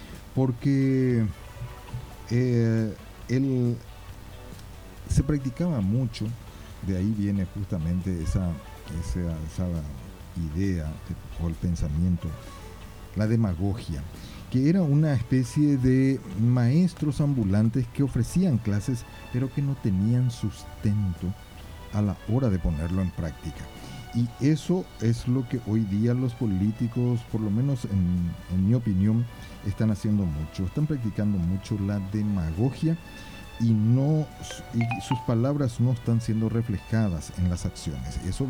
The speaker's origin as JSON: {"language": "Spanish", "region": "Asunción", "country": "Paraguay", "lives_now": "Trinidad, Paraguay", "said": "yo soy Asunceno."}